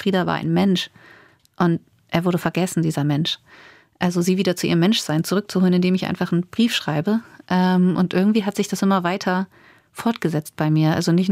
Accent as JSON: {"language": "German", "town": "Oldenburg", "region": "Lower Saxony", "country": "Germany", "tie": "born or raised there", "moved": "yes", "said": "meine eigene Erinnerung zu meiner Kindheit und Jugend in Oldenburg"}